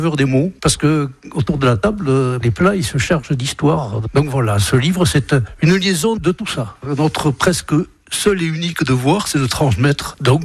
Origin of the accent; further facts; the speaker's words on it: Dax, Nouvelle-Aquitaine, France; Je suis né au Kassourat, à Dax, mais j'ai passé mon enfance au quartier du Gon.